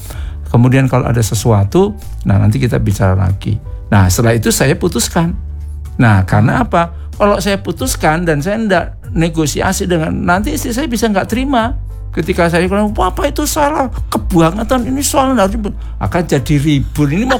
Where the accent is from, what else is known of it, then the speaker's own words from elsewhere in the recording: Java, Indonesia; Apalagi saya Jawa, istri saya orang Ambon.